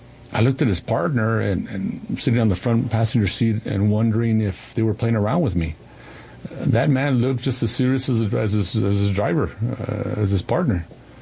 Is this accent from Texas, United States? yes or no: yes; El Paso, Texas, United States; I was born and raised in El Paso. My parents and grandparents were also born in El Paso. So when I ask when I'm asked about my nationality, I tell people that I'm a full-blooded Texican.